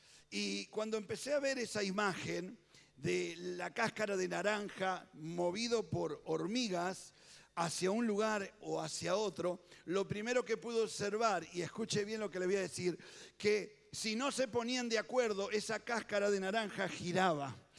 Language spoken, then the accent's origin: Spanish; Tigre, Buenos Aires Province, Argentina; yo soy de Tigre, de la ciudad de Tigre, no del equipo de Tigre, sino de la ciudad de Tigre.